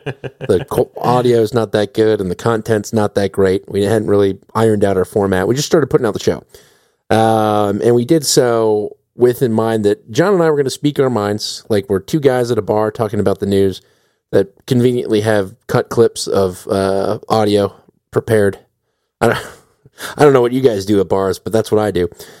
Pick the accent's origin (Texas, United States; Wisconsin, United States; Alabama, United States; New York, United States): Wisconsin, United States; Welcome. I'm from Wisconsin.